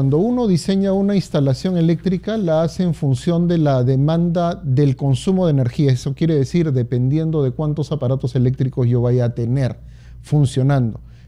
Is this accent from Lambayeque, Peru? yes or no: no; Lima, Peru; Yo vengo de Pueblo Libre y las casas son chiquitas, pero son antiguas.